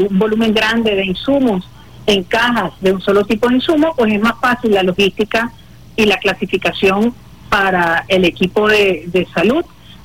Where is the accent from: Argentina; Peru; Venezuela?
Venezuela; Como patriotas venezolanos y venezolanas que somos.